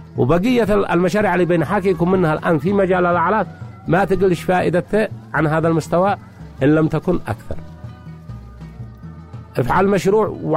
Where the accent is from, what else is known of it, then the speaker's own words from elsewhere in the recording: Yemen; عندنا في اليمن.